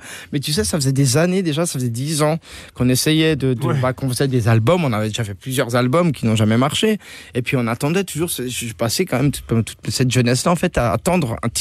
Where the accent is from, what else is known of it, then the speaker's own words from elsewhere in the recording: Grand Est, France; J'ose même pas sortir dans la rue parce que tu sais, moi je suis d'Alsace et puis ça me fait bizarre de voir autant de gens dans la rue.